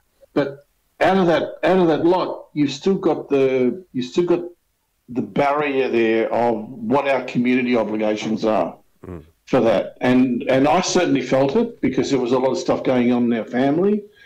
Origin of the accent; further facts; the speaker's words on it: Thursday Island, Queensland, Australia; because I grew up on Thursday Island. I could speak Pidgin and Creole.